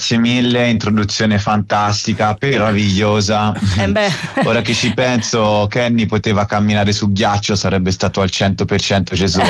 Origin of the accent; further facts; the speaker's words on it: Tuscany, Italy; cioè io chiamo babbo, sono toscano, papà.